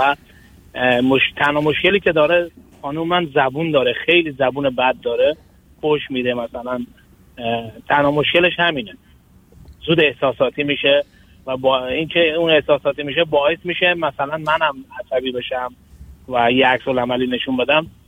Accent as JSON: {"language": "Persian", "country": "Iran", "tie": "born or raised there", "also_born_or_lived": "Afghanistan", "moved": "yes", "lives_now": "United States", "said": "من درسم رو تو ایران هم خوندم، تو افغانستان هم خوندم. من واقعا ما اهل افغانستان هستیم ولی من بزرگ شده ایران هستم."}